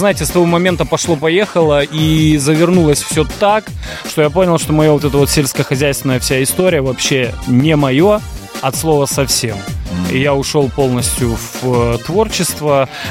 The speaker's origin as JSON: {"language": "Russian", "town": "Ivanovo", "region": "Brest Region", "country": "Belarus", "tie": "born or raised there", "said": "это мой родной город, на границе с Украиной, на Полесье."}